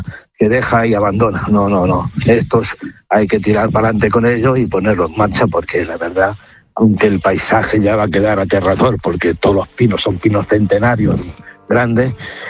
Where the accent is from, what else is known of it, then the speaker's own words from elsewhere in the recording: Casillas, Spain; Además yo soy de Casillas, un pueblo aquí al lado, y empecé a apagar fuego con 10 años